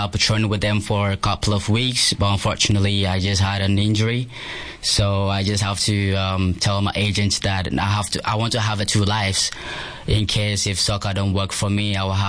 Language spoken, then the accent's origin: English; Ghana; now in Yuma, United States; Originally, I'm from Ghana.